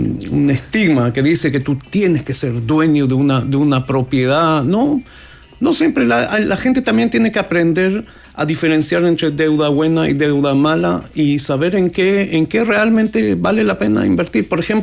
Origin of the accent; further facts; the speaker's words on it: Chile; La ventaja que tenemos como chileno de tener la UEF es que el banco te puede prestar con tasas de 4,8 y a 25 años